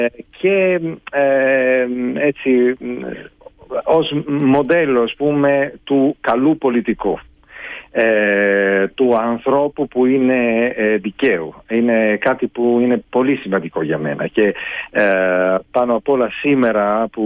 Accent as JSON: {"language": "Greek", "country": "Italy", "said": "για μένα που είμαι Ιταλός"}